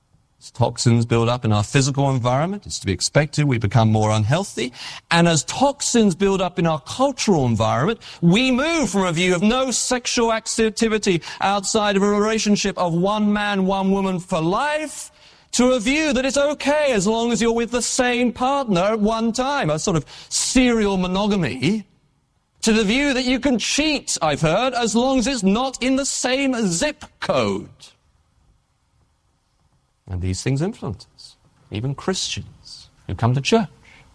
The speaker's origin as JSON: {"language": "English", "region": "England", "country": "United Kingdom"}